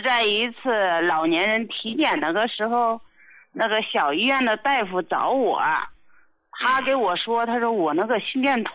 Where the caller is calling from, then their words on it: Hebei, China; 今年72了